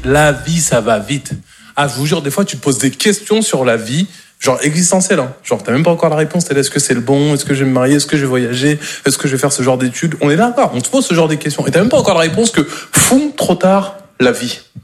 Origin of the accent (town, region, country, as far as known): Normandy, France